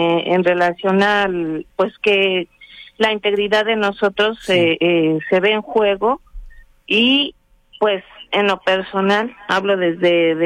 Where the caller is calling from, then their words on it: Hidalgo, Mexico; soy de habitante de Rincones de la Hacienda, tercera sección.